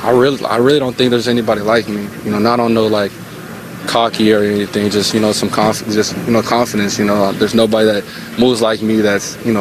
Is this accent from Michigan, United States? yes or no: no; Dallas, Texas, United States; moved away; I grew up in Dallas, Texas. I went to Allen.